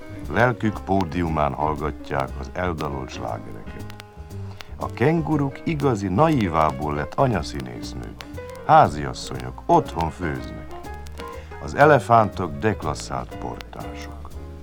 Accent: Budapest, Hungary; Csak sajnos a Gundelt építették át. Itt nőttem fel, gyönyörű és zsibongó kulisszák között, kis biciklimmel rohangálva a lépcsőkön, palackokat hordva, hordókat görgetve, disznókat etetve

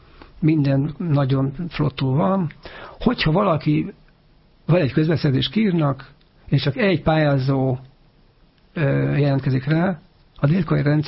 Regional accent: Hungary

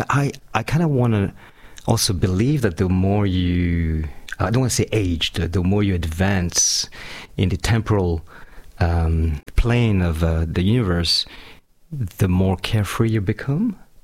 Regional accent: Madagascar; first language French; English is a second language; also born or lived in Hungary; now in Budapest, Hungary; I grew up in Madagascar not speaking Hungarian, speaking French, because I grew up in a French environment and went to French school. So French became my mother tongue, even though I'm not French at all.

